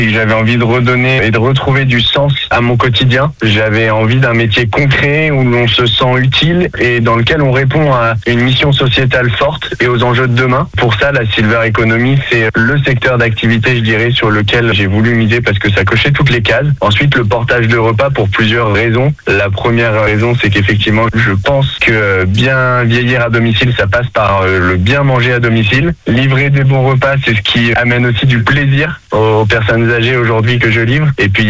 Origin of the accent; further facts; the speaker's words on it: Normandy, France; now in Le Mans, France; j'ai 30 ans tout juste, je suis normand d'origine